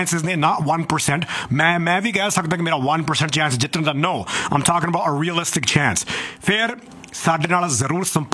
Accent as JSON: {"language": "Punjabi", "town": "Brampton", "region": "Ontario", "country": "Canada", "said": "ਜਿੰਨਾ ਮਰਜ਼ੀ ਲੋਕ ਭੰਨੀ ਆਉਣੇ ਸ਼ਹਿਰ ਨੂੰ, ਅਸੀਂ ਆਪ ਵੀ ਭੰਨਦੇ ਹੀ ਰਹਿੰਦੇ ਹਾਂ ਕਿਉਂਕਿ ਅਸੀਂ ਇੱਥੋਂ ਦੇ ਹਾਂ"}